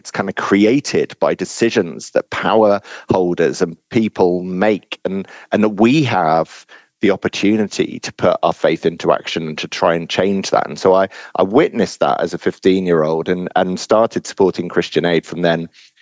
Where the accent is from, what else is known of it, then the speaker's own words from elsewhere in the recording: South East England, United Kingdom; now in South London, United Kingdom; I go to a church in Crystal Palace in South London, where I've been for the last 20 years. I grew up in Sussex, in a small village in West Sussex.